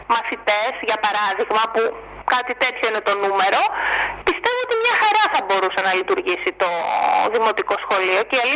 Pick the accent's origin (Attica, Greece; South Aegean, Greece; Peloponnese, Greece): South Aegean, Greece; Chalki; born there; στο Χαλκί, που είναι ουσιαστικά το χωριό μου